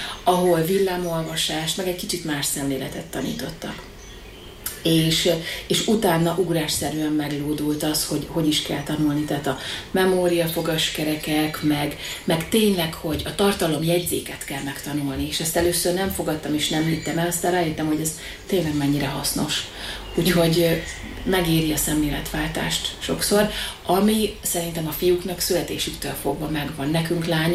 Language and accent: Hungarian; Eger, Heves, Hungary; born there; also born or lived in Recsk; recskán laktunk